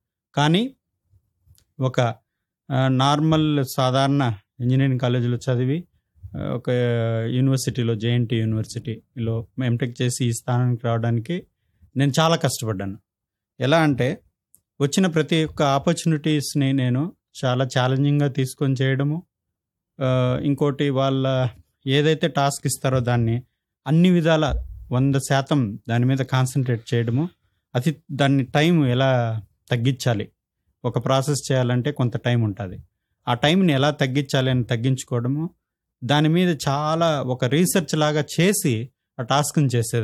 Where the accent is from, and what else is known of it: V. Kota, Andhra Pradesh, India; born or raised there